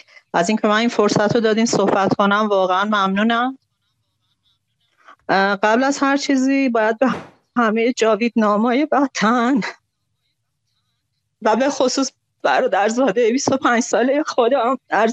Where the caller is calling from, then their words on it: Khuzestan, Iran; خودم خوزستانیم